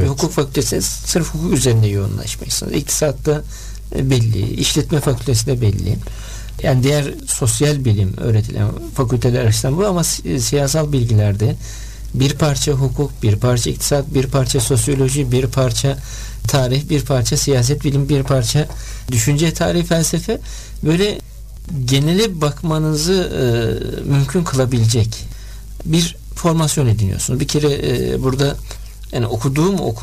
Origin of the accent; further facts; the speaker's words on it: Tire, İzmir, Turkey; moved away as an adult; now in Istanbul, Turkey; İzmir'in Tire ilçesinde doğduk, büyüdük. Rabbimiz bizim için öyle takdir buyurmuş. Sonra işte üniversite 81 yılında üniversite için İstanbul'a gelmiş olduk.